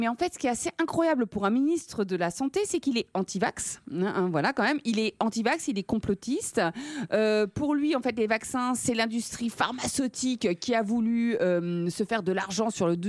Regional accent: France; je viens de l'Ouest de la France

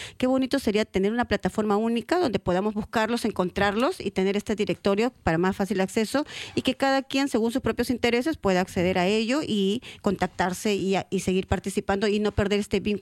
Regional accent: Peru; conectar el vínculo con nuestro país, con la problemática, con lo que estamos haciendo como peruanos o como latinos.

